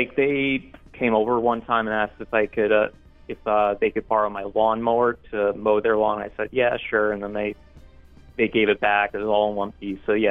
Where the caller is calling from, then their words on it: New York, United States; I'm calling from upstate New York.